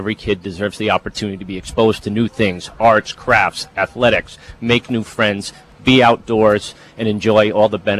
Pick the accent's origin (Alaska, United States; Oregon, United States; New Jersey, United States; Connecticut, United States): Connecticut, United States; New London; I grew up in New London on the water, and my parents very early on made sure I was a swimmer